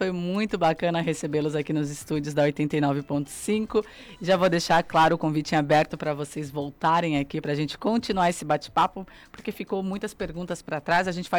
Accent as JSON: {"language": "Portuguese", "region": "São Paulo", "country": "Brazil", "said": "eu sou do interior de São Paulo."}